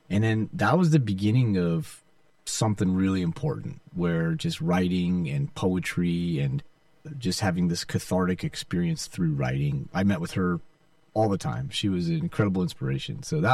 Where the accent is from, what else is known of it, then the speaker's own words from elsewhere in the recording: Garden Grove, California, United States; also born or lived in Virgin Islands; actually born in the Virgin Islands. My dad was a teacher, and then they shipped me home after 6 months. We grew up in Garden Grove. We called it Garbage Grove.